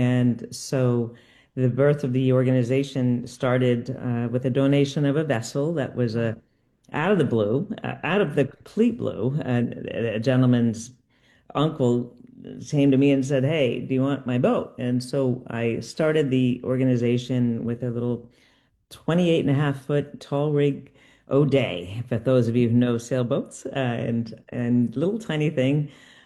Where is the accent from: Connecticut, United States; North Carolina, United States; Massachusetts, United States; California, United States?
Connecticut, United States; now in Burlington, United States; I grew up sailing in Connecticut.